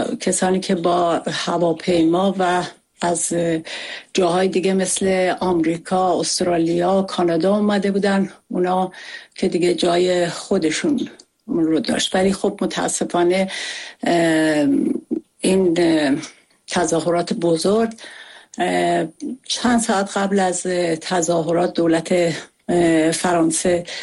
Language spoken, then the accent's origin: Persian; Iran; moved away; من در مرحله اول خودم به عنوان یک ایرانی که دل در گرو آزادی ایران دارم